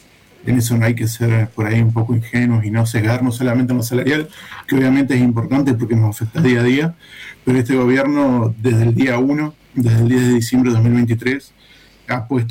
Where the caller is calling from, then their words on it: Paraná, Entre Ríos, Argentina; Acá arrancando la mañana en Paraná.